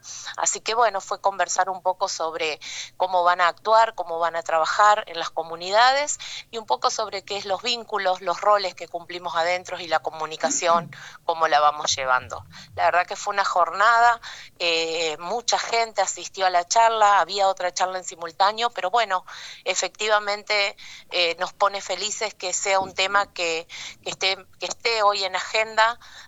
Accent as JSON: {"language": "Spanish", "country": "Argentina", "lives_now": "Reconquista, Argentina", "said": "como ciudadanos, como argentinos."}